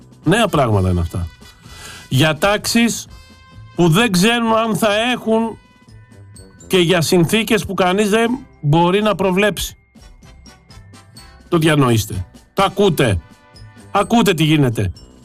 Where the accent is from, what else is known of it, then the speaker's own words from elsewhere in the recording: Greece; Εγώ ως Έλληνας πολίτης